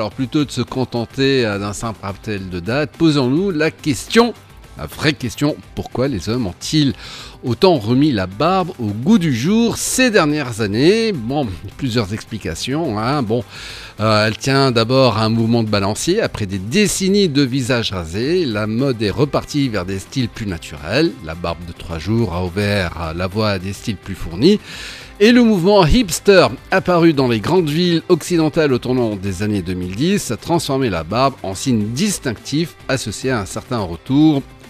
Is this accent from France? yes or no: no; Tunisia; y compris chez nous en Tunisie.